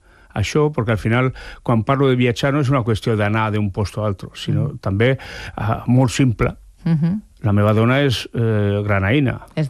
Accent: San Sebastián, Basque Country, Spain; also born or lived in Navarre; now in Barcelona, Spain; jo sóc de Sant Sebastià i soc navarro.

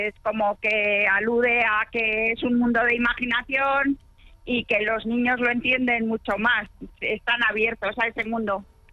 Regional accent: Bilbao, Basque Country, Spain; Y yo he nacido pues enfrente del mar, y entonces, bueno, pues yo de pequeña iba al colegio y después al mediodía nuestra madre nos recogía y nos llevaba a la playa

